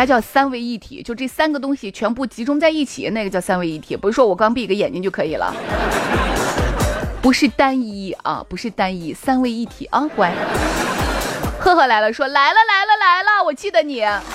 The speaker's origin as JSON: {"language": "Chinese", "region": "Shaanxi", "country": "China", "said": "尤其是对于我们陕西人看了一眼我都想笑。"}